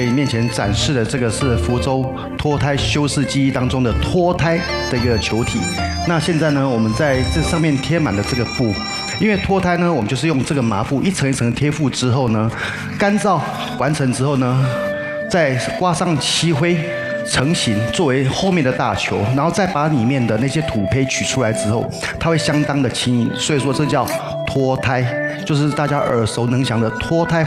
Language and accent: Chinese; Taiwan; born there; 我只是出生在台湾，我是中国人。